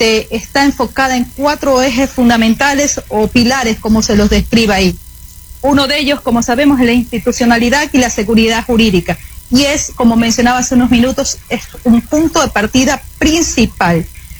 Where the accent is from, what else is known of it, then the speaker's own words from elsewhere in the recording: Ecuador; Eso tenemos que tenerlo claro como ecuatoriano